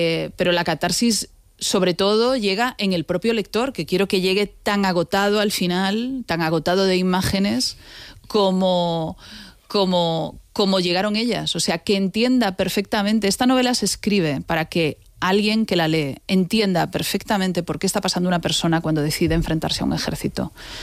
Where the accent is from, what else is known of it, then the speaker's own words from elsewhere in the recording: A Coruña, Galicia, Spain; Soy gallega, digámoslo, sí. Soy gallega. Gallega de A Coruña.